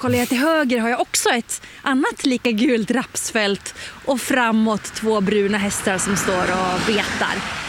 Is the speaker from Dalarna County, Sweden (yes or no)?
yes; Borlänge, Dalarna County, Sweden; Men jag är från Borlänge.